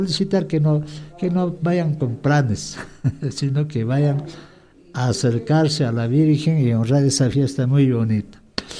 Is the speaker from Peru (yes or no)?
yes; Acomayo, Cusco, Peru; moved away; Yo soy de Ajumayo, de mi santa tierra.